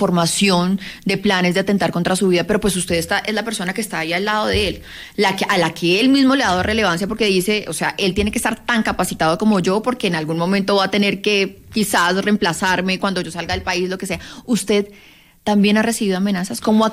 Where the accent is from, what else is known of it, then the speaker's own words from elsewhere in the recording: Antioquia, Colombia; yo soy paisa